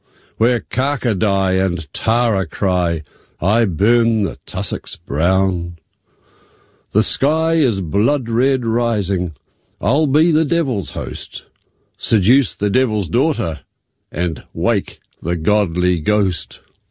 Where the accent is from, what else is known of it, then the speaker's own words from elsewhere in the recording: Roxburgh, Otago, New Zealand; now in Christchurch, New Zealand; In other words, when I was brought up in Roxburgh, I had the old man range. That was my environmental area.